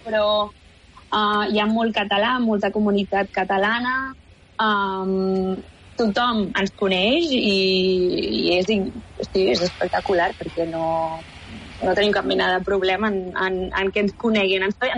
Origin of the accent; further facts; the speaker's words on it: Artesa de Segre, Catalonia, Spain; moved away as an adult; also born or lived in Bulgaria; now in Brussels, Belgium; Soc originàriament de Bulgària, però vaig créixer a Artes a Destegre